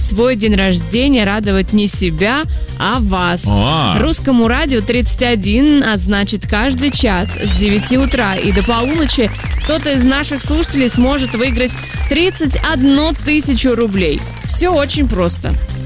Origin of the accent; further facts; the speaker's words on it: Moscow, Russia; я вот коренная москвичка